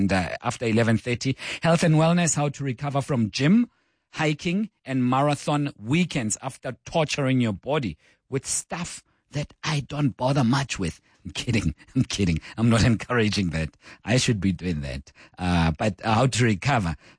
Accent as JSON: {"language": "English", "town": "Johannesburg", "region": "Gauteng", "country": "South Africa", "said": "I'm from here. I'm from Joburg. I'm from right here."}